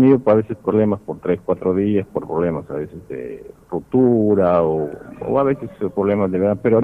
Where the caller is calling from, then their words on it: Morales, San Martín, Peru; Nosotros estamos llamando, yo llamo de Morales.